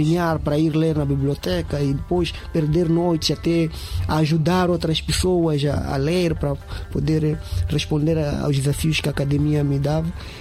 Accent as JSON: {"language": "Portuguese", "town": "Pebane", "region": "Zambezia", "country": "Mozambique", "tie": "born or raised there", "said": "No distrito, lá em Pebane. E essas coisas todas contribuíram. Mas quando eu vou à cidade, saí de Pebana, naquele Mane, a realidade era outra."}